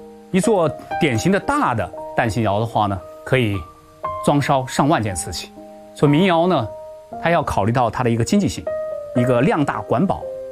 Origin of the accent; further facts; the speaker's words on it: Jingdezhen, Jiangxi, China; 我小时候在住在我奶奶家龙船弄